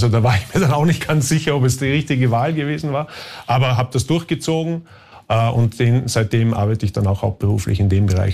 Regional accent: Austria; now in Switzerland; Als Österreicher

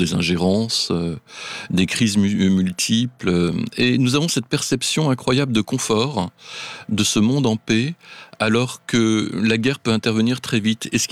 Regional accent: France; chez nous en France

